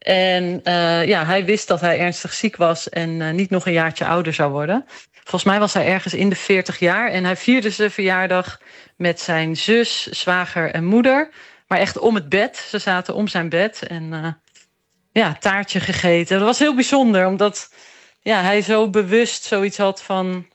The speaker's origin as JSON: {"language": "Dutch", "country": "Netherlands", "said": "Want we voelen ons als Nederlanders denk ik relatief uitbundig en hip."}